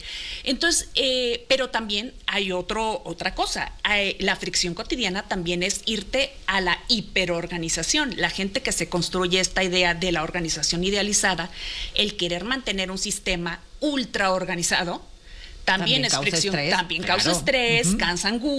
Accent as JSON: {"language": "Spanish", "region": "Sonora", "country": "Mexico", "said": "La norteña, a final de cuentas norteña, soy de Sonora."}